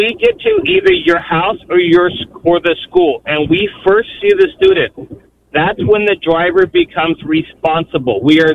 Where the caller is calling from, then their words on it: California, United States; So I am a school bus driver in California.